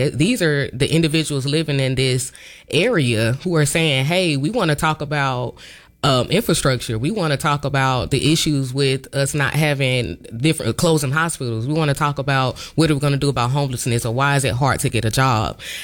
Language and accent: English; Augusta, Georgia, United States; now in Grovetown, United States; I was raised in Richmond County. I'm a product from Butler High School. My roots are in Richmond County before I got to Grovetown.